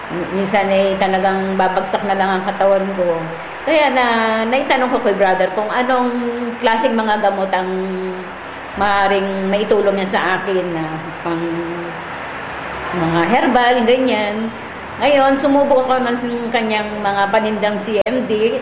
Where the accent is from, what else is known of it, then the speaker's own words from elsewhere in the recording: Calapan, Oriental Mindoro, Philippines; Taga Ilaya po.